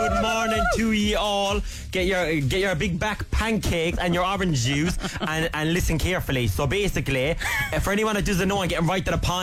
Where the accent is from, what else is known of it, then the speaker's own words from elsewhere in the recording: North West England, United Kingdom; I'm from the Halton side